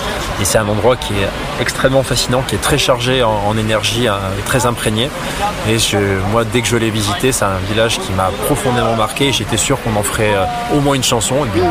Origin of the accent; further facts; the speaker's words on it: Southern France, France; nous, on vient du sud de la France.